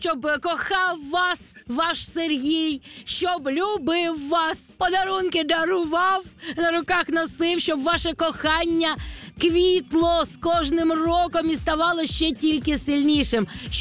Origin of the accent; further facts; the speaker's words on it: Kyiv, Ukraine; Славетне, незламне, вже майже літнє моє рідне місто Київ.